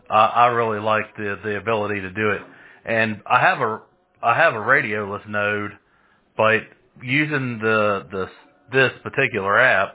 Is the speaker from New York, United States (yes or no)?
no; Augusta, West Virginia, United States; I am from West Virginia, the Eastern Panhandle, in a little town called Augusta.